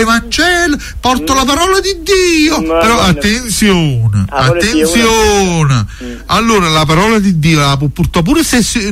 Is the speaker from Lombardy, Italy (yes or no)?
no; Torre del Greco, Campania, Italy; born there; Io sono nato a Torre del Greco.